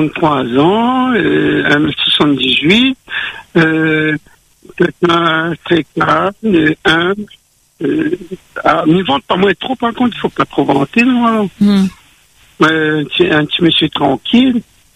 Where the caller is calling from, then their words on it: Lyon, Auvergne-Rhône-Alpes, France; j'habite à Lyon, moi.